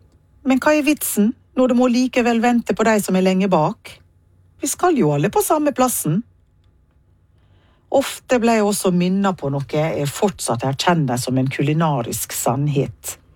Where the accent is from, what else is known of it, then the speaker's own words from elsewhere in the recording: Jamaica; now in Norway; Ingen kokk med respekt for seg selv lager mat fort i hjemlandet mitt. Det er egentlig i det hele tatt veldig lite prestisje i at ting skal skje så veldig fort der jeg kommer fra.